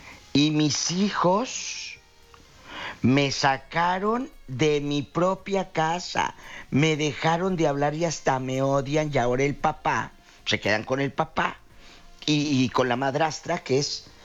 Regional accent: Matamoros, Tamaulipas, Mexico; De ahí soy, de Matamoros, Tamaulipas.

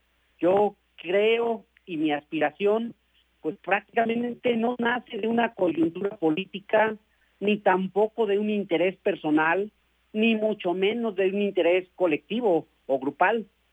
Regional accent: Irapuato, Guanajuato, Mexico; born there; Irapuato, donde yo nací

